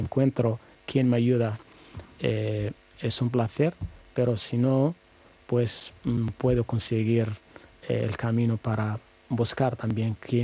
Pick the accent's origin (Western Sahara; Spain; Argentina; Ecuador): Western Sahara; Spanish is a second language; es mi responsabilidad como saharaui y como personas también que ha estudiado y querías que cambiara algo en su país, en los campamentos donde viví miles de personas refugiados